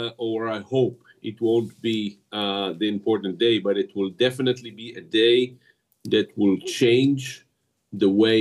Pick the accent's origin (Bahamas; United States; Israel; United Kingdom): Israel; I come from, if we look at that in a wider perspective, I come from Israel, and it's a small country which is being challenged by a war for like more than 3 years